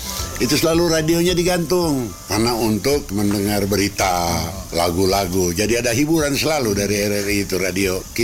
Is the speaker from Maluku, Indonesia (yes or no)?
yes; Ambon, Maluku, Indonesia; moved away as an adult; now in Bogor, Indonesia; berasal dari Ambon, hanya kediaman di Bogor sudah 50 tahun.